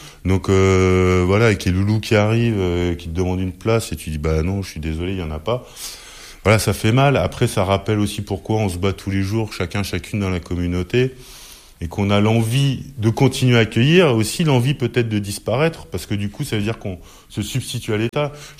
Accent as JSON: {"language": "French", "region": "Île-de-France", "country": "France", "lives_now": "Brittany, France", "said": "Moi j'ai migré en Bretagne, je venais d'Île-de-France"}